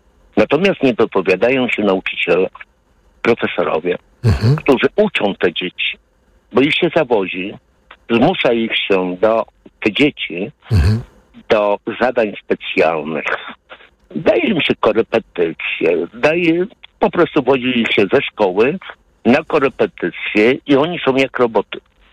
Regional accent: Warsaw, Masovian Voivodeship, Poland; I tak jak my, jako dzieci z blokowisk, ja jestem z Warszawy, z blokowisk, żeśmy umieli się bawić.

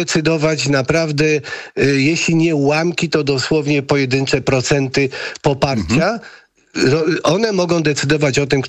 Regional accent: Kraków, Lesser Poland, Poland; born there; Mówię to jako urodzony krakowianin, którego los tego wspaniałego miasta leży mi na sercu.

